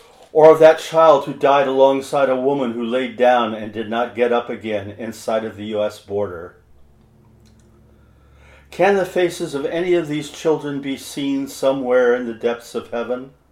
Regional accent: Cottage Grove, Oregon, United States; I am a writer from Cottage Grove, Oregon.

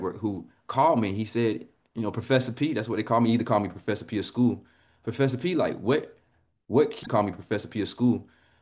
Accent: United States; born or raised there

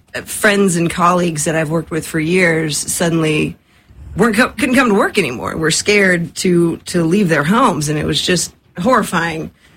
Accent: Virginia, United States; moved away; I grew up in Southwest Virginia, right in the Blue Ridge Mountains near the Tennessee border.

